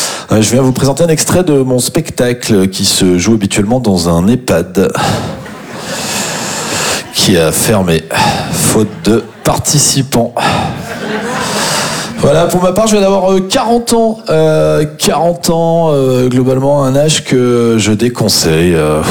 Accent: Champagnole, Bourgogne-Franche-Comté, France; now in Montreuil, France; je suis originaire d'une petite commune qui s'appelle Champagnole. Alors, c'est pas très connu

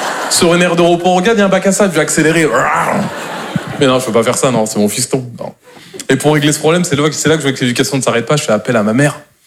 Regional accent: Normandy, France

